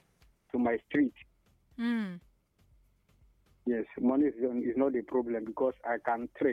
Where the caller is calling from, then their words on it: Ebonyi, Nigeria; calling from Ebonyi State.